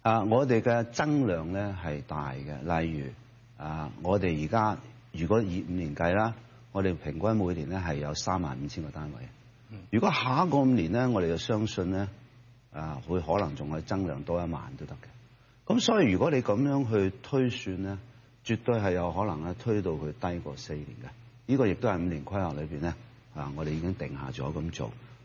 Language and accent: Cantonese; Hong Kong